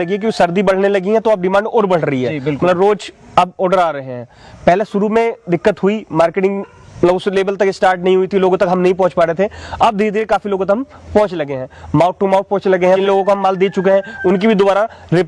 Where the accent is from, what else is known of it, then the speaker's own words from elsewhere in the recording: Amroha, Uttar Pradesh, India; मैं अमरोहा से बिलोंग करता हूँ।